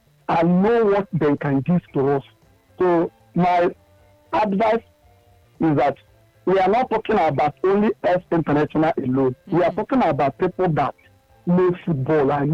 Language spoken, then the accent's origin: English; Ijesha, Osun, Nigeria; from Ijesha.